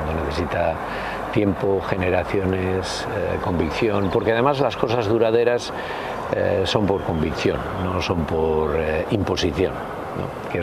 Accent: Basque Country, Spain; Yo soy vasco y solo me siento va

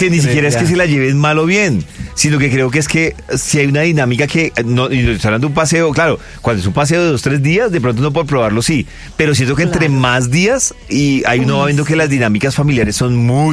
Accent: Bogotá, Colombia; yo siendo rolo

